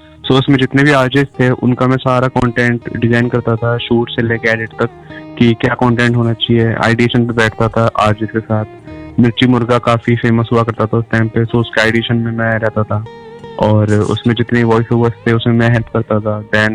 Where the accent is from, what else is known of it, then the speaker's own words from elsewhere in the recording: Faridabad, Haryana, India; और मैं फरीदाबाद का ही रहने वाला हूँ